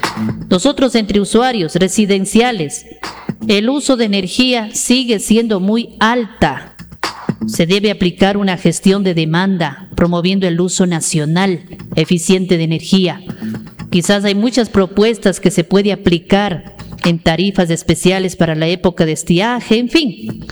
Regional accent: Ecuador; como ciudadanos, como ecuatorianos

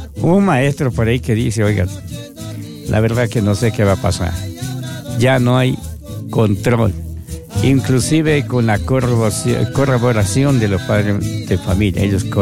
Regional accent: Latacunga, Cotopaxi, Ecuador; Somos de la Tacunga.

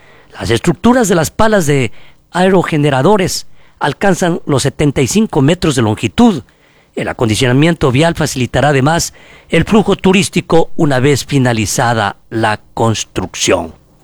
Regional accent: Zamora-Chinchipe, Ecuador; como el café de mi tierra, café de Chinchipe

